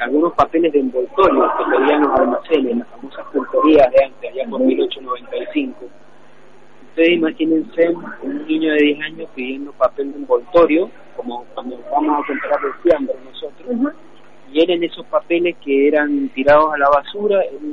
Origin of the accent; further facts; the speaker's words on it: San Martín, Argentina; vengo de San Martín precisamente